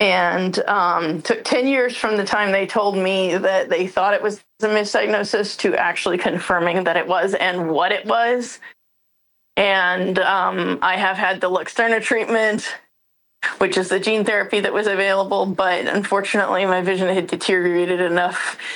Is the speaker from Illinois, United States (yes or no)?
no; Plano, Texas, United States; also born or lived in Dallas, United States / England, United Kingdom / Northern Ireland, United Kingdom; now in Denton, United States; I currently live in Denton, Texas. I was born in Dallas, grew up in the Dallas area. For those familiar with the Dallas area, I actually grew up in Plano, and I was there the majority of my life, all of my childhood, pretty much.